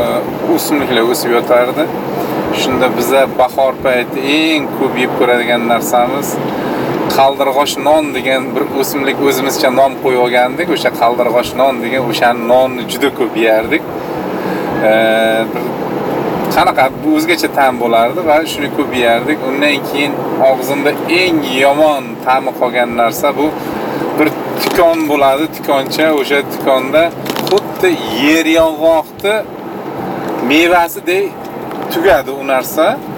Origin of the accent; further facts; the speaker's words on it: Surxondaryo Region, Uzbekistan; now in Samarkand, Uzbekistan; Biz Surxondaryoni bir olis bir qishloqlarida katta bo'lganmiz.